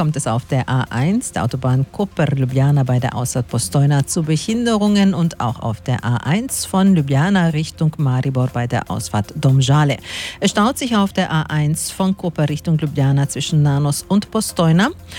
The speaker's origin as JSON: {"language": "German", "region": "Styria", "country": "Austria", "said": "Ja, ich war aus Österreich und ich glaube aus der Nähe aus Graz"}